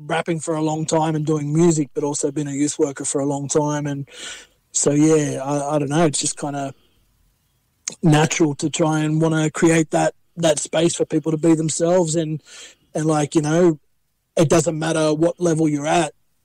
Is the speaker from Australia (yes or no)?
yes; Penrith, New South Wales, Australia; Grew up in Western Sydney, born and raised in Penrith. Got a bit of a mixed background.